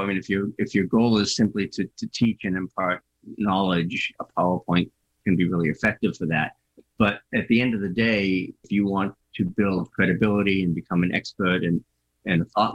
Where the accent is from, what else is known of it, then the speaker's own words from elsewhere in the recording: Boston, Massachusetts, United States; accent: Boston; I've got my Boston accent.